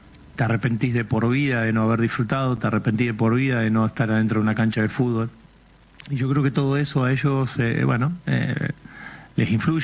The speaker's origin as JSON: {"language": "Spanish", "town": "Pujato", "region": "Santa Fe", "country": "Argentina", "tie": "born or raised there"}